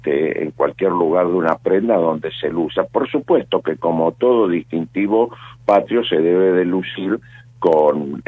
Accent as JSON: {"language": "Spanish", "country": "Argentina", "said": "es lo que nos identifica a nosotros como argentinos, como patriotas"}